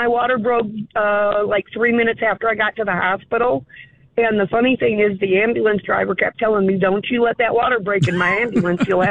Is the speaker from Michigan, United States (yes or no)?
yes; Michigan, United States; moved away; So I was through the blizzard in 74 and the blizzard of 76 in Michigan, and I moved south to get away from that.